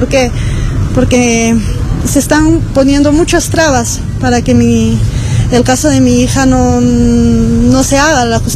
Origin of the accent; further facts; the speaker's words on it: Yapa, Cajamarca, Peru; Vengo de la provincia de San Miguel, exactamente del distrito de Yapa.